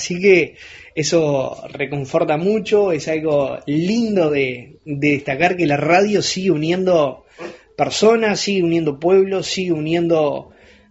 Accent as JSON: {"language": "Spanish", "town": "La Coronilla", "region": "Rocha", "country": "Uruguay", "tie": "born or raised there", "said": "Yo soy oriundo del departamento de Rocha, más específicamente soy nacido en Balneario La Coronilla, en la frontera, cerca de la frontera con Chuy, con Brasil."}